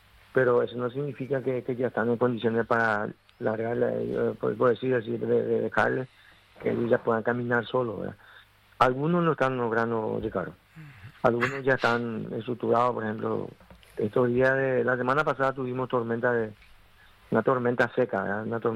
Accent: Paraguay

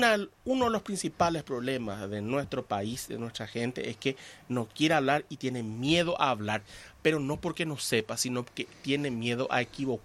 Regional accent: Paraguay; Es importante... que como paraguayos hablemos los dos idiomas

